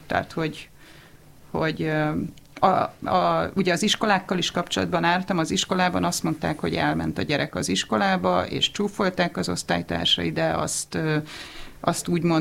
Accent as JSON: {"language": "Hungarian", "region": "Budapest", "country": "Hungary", "tie": "born or raised there", "said": "Tehát én Budapesten születtem, Budapesten éltem mindig."}